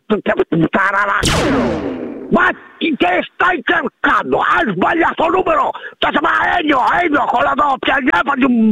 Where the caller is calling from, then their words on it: Emilia-Romagna, Italy; sono di Reggio Emilia, sono vicino a Reggio Emilia, sopra Reggio Emilia!